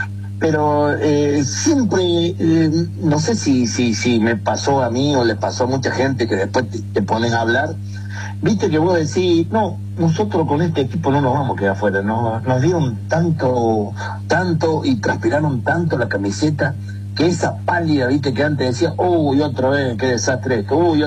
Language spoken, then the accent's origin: Spanish; Argentina